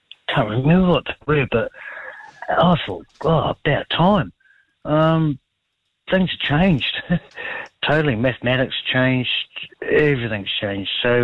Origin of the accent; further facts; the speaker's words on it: New Zealand; born there; it's our right as being born here as a Kiwi